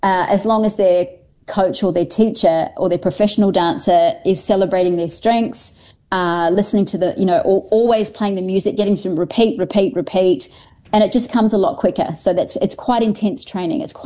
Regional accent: Australia; I call it lobster being Australian, or a crayfish sitting on top of it

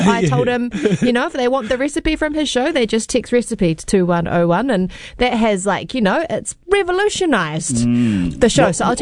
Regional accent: Whangaroa, New Zealand; my hometown of Whangaroa

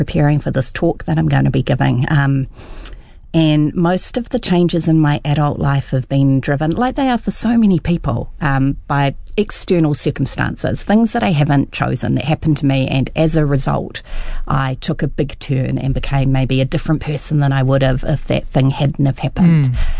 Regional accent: New Zealand; who I am as a New Zealander

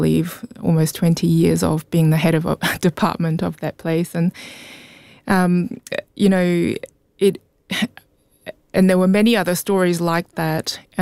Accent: Auckland, New Zealand; English is a second language; also born or lived in South Korea; Yeah, so I identify myself as a Korean Kiwi. I was born in Korea and moved over to Auckland as a family in 1992. So that was after I finished primary school, and I did all of my schooling in Auckland

